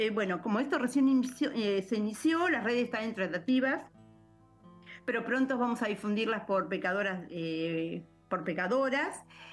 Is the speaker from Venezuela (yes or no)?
no; Uruguay; now in Pilar, Argentina; Somos uruguayos y grandes.